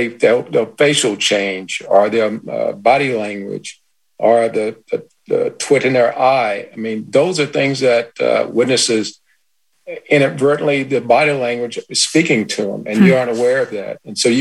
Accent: Chicago, Illinois, United States; I grew up in Chicago in the 60s doing integration

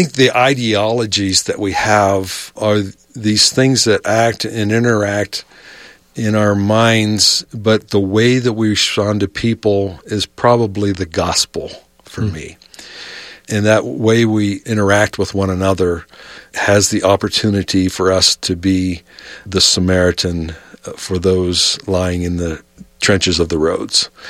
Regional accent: Ohio, United States; moved away as an adult; now in Salt Lake City, United States; Where I grew up in Ohio

